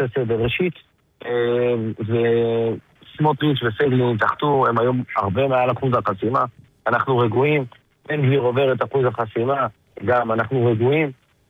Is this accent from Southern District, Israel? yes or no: yes; Ofakim, Southern District, Israel; אני מגיע מאופקים, אופקים עיר ליכודית מובקת, שאומרו מעוז ליכודי.